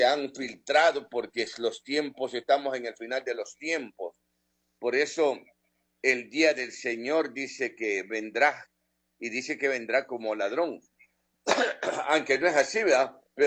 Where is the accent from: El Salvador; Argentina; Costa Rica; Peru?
El Salvador; moved away; acabo de regresar, no necesito decirlo, pero tengo casi 20 meses de estar aquí en mi país, El Salvador